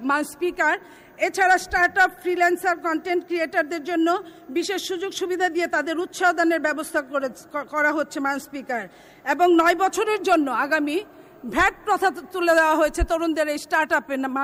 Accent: Jamalpur, Mymensingh Division, Bangladesh; আমি জামালপুরের মেয়ে, আমি নকশিকাঁথার এলাকার মেয়ে, আমি ব্রহ্মপুত্র নদের এলাকার মেয়ে এবং আমি সবজির এলাকার মেয়ে।

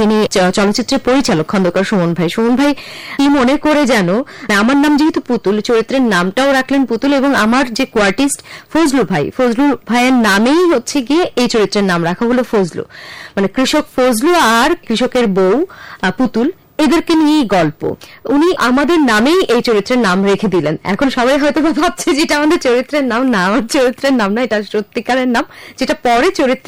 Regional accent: Jamalpur, Mymensingh Division, Bangladesh; moved away as an adult; also born or lived in Bakshiganj, Jamalpur District; now in Dhaka, Bangladesh; কিন্তু আমার পুরোটাই বেড়ে ওঠা জামালপুর শহরে। জামালপুরেই আমি পড়াশোনা করেছি, এসএসসি, এইচএসসি ওখানেও। পরবর্তীতে আমি জাহাঙ্গীরনগর ইউনিভার্সিটিতে এসে ভর্তি হই, ঢাকাতে চলে আসি।

